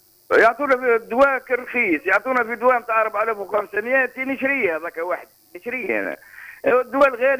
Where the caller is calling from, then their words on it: Tunisia; من حي النور.